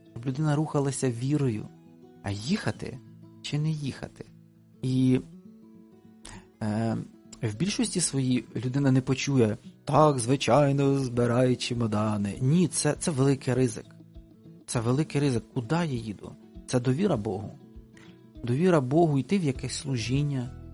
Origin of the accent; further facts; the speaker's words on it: Bila Tserkva, Kyiv Oblast, Ukraine; Білі церкви. Я з Білої церкви.